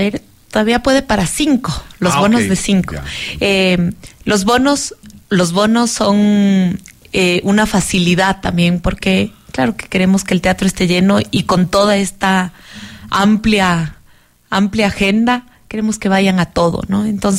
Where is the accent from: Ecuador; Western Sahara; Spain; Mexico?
Ecuador; Y así somos los ecuatorianos también.